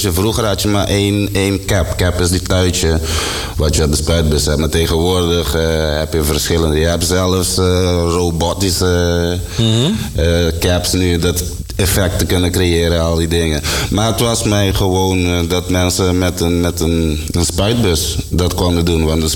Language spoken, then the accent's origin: Dutch; Curaçao; born there; ik ben op Curaçao geboren. En mijn vader is Nederlander, mijn moeder was Antilliaans.